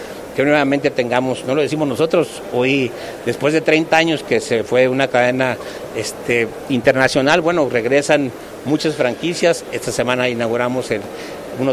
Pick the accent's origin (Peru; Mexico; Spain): Mexico; Tampamolón Corona, San Luis Potosí; La verdad es que yo soy huasteco de nacimiento, soy originario de Tampamolón Corona, de hecho la alcalde de Tampamolón, la alcaldesa es prima hermana mía